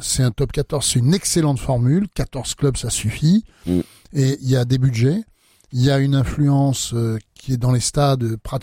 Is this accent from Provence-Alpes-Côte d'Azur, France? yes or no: yes; Toulon, Provence-Alpes-Côte d'Azur, France; Chez nous, à Toulon